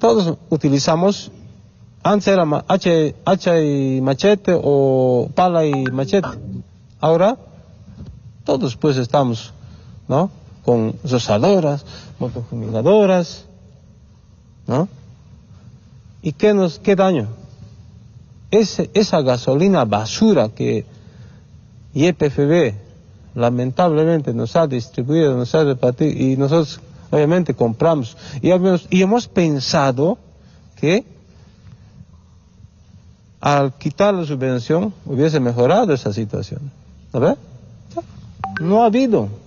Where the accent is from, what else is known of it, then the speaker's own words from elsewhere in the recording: Bolivia; Nosotros como bolivianos queremos que el presidente se ponga pues la camiseta de Bolivia